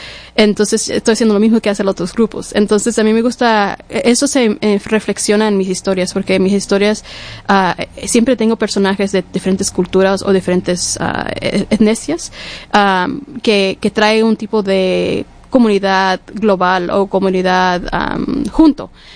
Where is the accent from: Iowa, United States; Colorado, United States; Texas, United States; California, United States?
California, United States; Los Angeles; born there; Spanish is a second language; now in Washington, United States; Yo nací en California